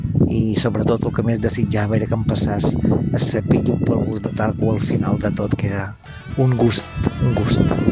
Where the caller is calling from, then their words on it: Sant Agustí des Vedrà, Balearic Islands, Spain; som de Sant Agustí, som d'Eivissa